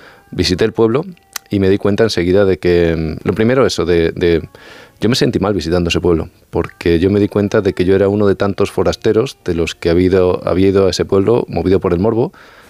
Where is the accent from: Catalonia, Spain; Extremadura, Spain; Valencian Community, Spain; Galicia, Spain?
Extremadura, Spain; Yo soy extremeño, ¿vale? No exactamente de Puerto Rico ni de esa zona, pero bueno, soy extremeño.